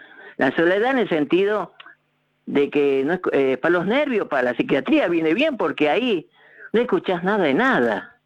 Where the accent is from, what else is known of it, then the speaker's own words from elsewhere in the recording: Buenos Aires, Argentina; Me considero porteño.